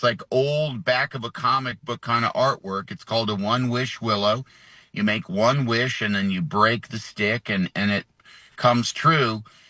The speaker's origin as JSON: {"language": "English", "region": "Illinois", "country": "United States", "tie": "born or raised there", "said": "And I I grew up outside of Chicago, and I went to film school."}